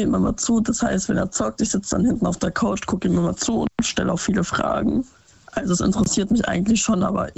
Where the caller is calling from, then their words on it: Tauberbischofsheim, Baden-Württemberg, Germany; Ja. Ich komme aus Baden-Württemberg, also nehmen wir es genau aus Tauberbischofsheim.